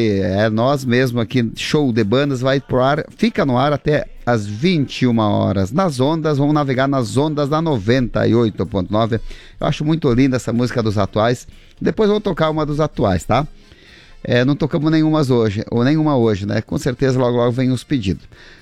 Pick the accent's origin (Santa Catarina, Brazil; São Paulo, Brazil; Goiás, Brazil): Santa Catarina, Brazil; Itá; lá da minha cidade natal de Itá